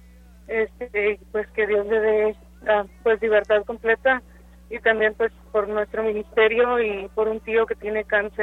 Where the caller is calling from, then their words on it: San Francisco, California, United States; San Francisco, California.